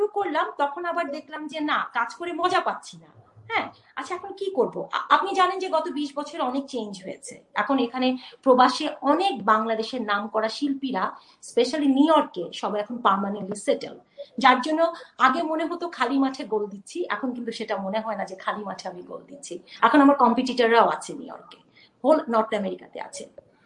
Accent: Bangladesh; এখানে আসলে দুটো ব্যাপার আছে, এক হচ্ছে যে আমরা বাংলাদেশি, হ্যাঁ, so we came from like you know একটা ভ্যালুস থেকে, হ্যাঁ, একটা কালচার থেকে। তুমি যদি আমাকে বলো অ্যাজ এ বাংলাদেশি হিসেবে

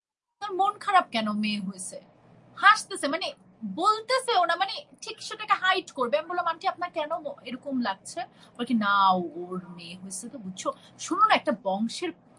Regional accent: Dhaka, Dhaka Division, Bangladesh; born there; TSC তে বসে থাকতাম, আমাকে চারুকলায় রেখে আব্বু আম্মু রিহার্সাল করতো, মানে এভাবে আমি বড় হয়েছি ছোটবেলা থেকে।

